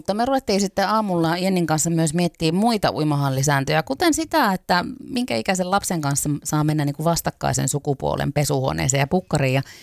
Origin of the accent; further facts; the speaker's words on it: Oulu, North Ostrobothnia, Finland; born there